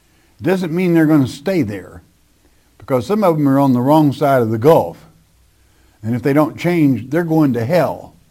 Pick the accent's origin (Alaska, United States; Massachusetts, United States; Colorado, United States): Colorado, United States; I am from Colorado.